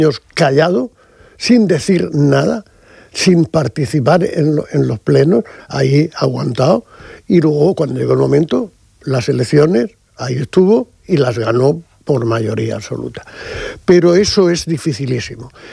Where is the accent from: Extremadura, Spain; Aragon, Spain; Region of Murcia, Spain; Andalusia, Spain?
Region of Murcia, Spain; Cartagena; Y yo, como cartagenero de pro, o sea, cartagenero, absolutamente cartagenero